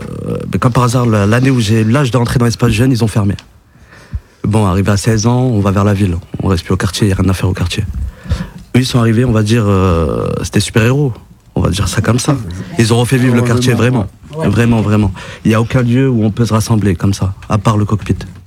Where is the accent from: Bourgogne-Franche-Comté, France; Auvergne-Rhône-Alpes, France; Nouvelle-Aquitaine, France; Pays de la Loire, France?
Nouvelle-Aquitaine, France; Coulounieix-Chamiers; En 94. Je suis né à Coulmiers-Chamiers, au Romain Roland, là où ils ont détruit les bâtiments.